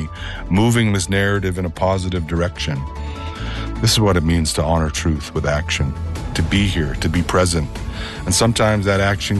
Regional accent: Manitoba, Canada; I come from the Peguis First Nation. I grew up in a home without running water.

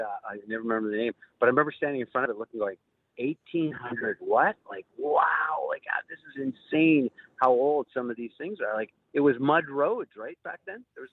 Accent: Canada; being Canadian as I am

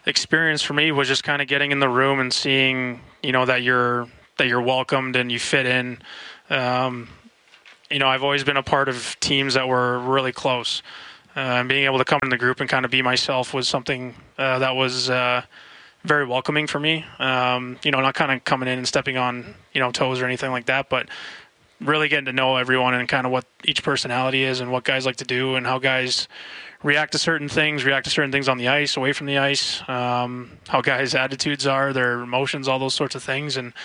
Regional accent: Canada; being Canadian, I'd have to worry about the visa or anything like that.

